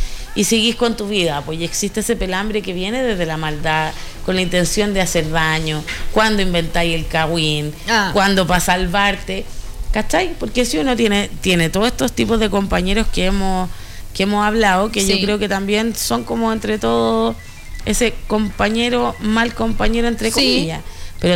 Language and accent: Spanish; Chile; Yo creo que eso ya es parte como del chileno. Es como parte de nuestra cultura, el pelambre, po.